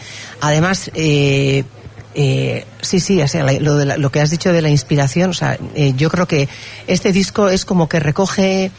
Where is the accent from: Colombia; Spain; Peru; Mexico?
Spain; Basque Country; Yo creo que soy muy euskaldun, pero ¿cómo voy a renegar de mis raíces castellanas? Es que me siento castellana también, sí.